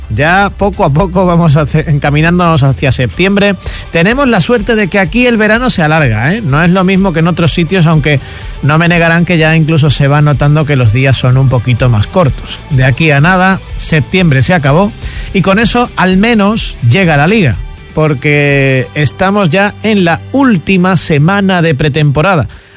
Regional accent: Huelva, Andalusia, Spain; Soy onubense, soy recreativista, quiero a mi ciudad y quiero a mi equipo.

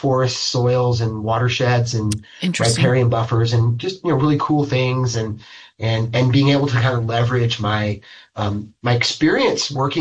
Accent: Chico, California, United States; born or raised there; also born or lived in Seattle

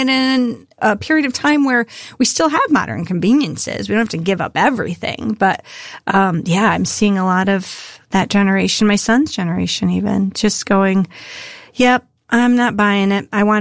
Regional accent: Midwest, United States

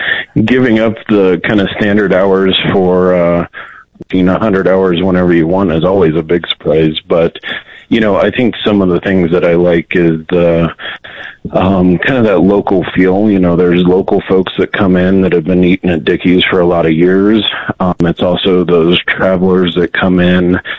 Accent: Colorado, United States; born and raised in Colorado, grew up on the Eastern Plains, went to Colorado State

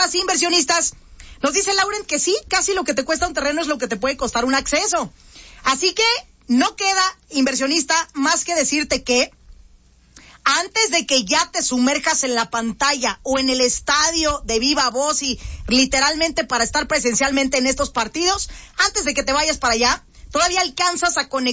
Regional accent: Mexico; en mi país es un país futbolero.

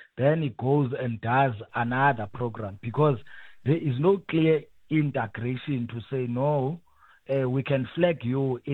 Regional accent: Grahamstown, Eastern Cape, South Africa; I'm from Grahamstown.

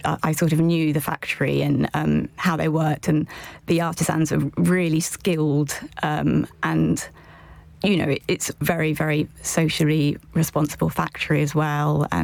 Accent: United Kingdom; we're very proud of you know, designing in London and being British

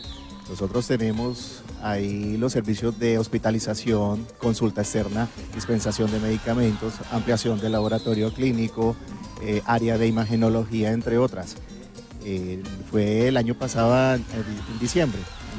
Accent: Neiva, Huila, Colombia; De Neiva. Yo soy más huilense que esos bizcochos de Achira

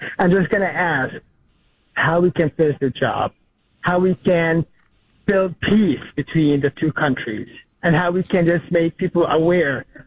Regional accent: South Governorate, Lebanon; now in United States; As a American Lebanese who grew up in South Lebanon, on the border with Israel, I'm just going to ask you one question.

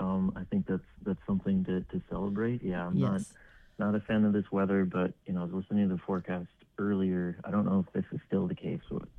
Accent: Bethel, Alaska, United States; And I think growing up here, that's always something that, like, made growing up in Bethel or the YK Delta really great

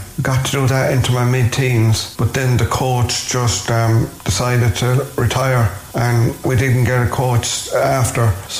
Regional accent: Sixmilebridge, Munster, Ireland; now in Shannon, Ireland; I grew up in Sixwell Bridge. I was born with cerebral palsy.

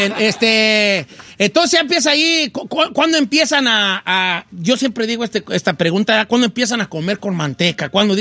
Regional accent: Guanajuato, Mexico; Yo también soy de Guanajuato.

